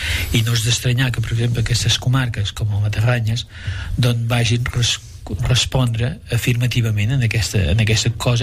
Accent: Franja de Ponent, Spain; Jo m'he criat a la Franja de Ponent també

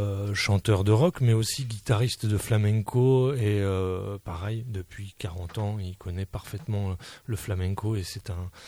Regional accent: Rennes, Brittany, France; now in Sainte-Marie, France; je suis originaire de Rennes et Pays Gallo, où on joue au Palais Breton, où j'ai toujours vu mon grand-père jouer au palais.

